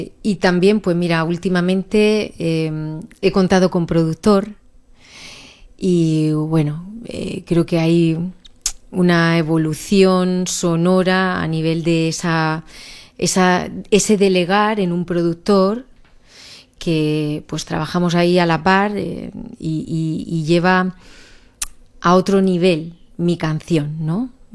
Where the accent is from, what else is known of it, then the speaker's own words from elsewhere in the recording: Rincón de Bonanza, Valencian Community, Spain; Soy de Orihuela en la medida en que el Rincón de Bonanza es pedanía de Orihuela, pero soy nacida en el Rincón de Bonanza.